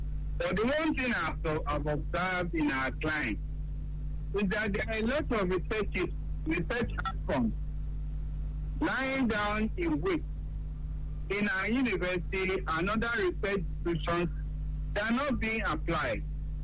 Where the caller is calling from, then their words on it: Abuja, Federal Capital Territory, Nigeria; I'm calling from Abuja.